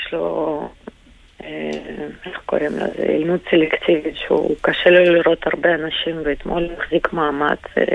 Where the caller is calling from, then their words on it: Petah Tikva, Central District, Israel; אנחנו גם בפתח תקווה.